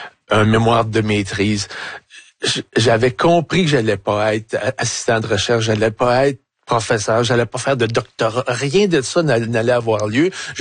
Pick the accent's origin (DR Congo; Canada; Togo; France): Canada; Montreal, Quebec; born or raised there